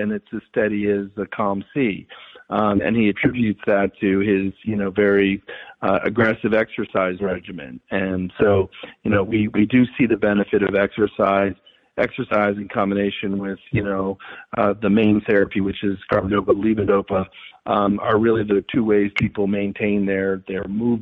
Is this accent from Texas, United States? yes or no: no; Pennsylvania, United States; I'm again going to draw on Pennsylvania, which is my home state.